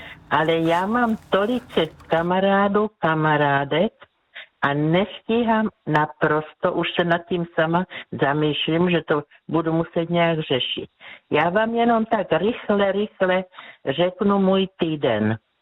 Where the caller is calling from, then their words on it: Břeclav, South Moravian Region, Czechia; já jsem z Moravy, takže tam od Břeclavy, takže u nás bylo vždycky vína dost